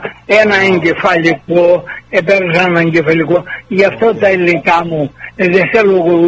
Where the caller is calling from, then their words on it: North Carolina, United States; Είμαι από τη Βόρειο Καρολίνα.